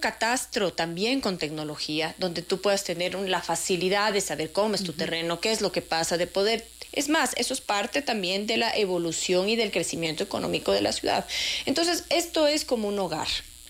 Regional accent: Quito, Pichincha, Ecuador; ese sentimiento de los capitalinos que teníamos de estar orgullosos.

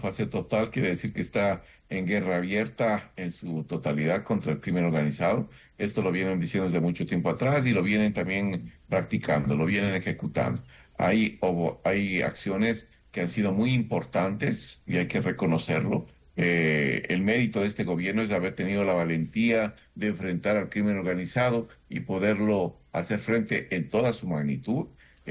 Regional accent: Ecuador

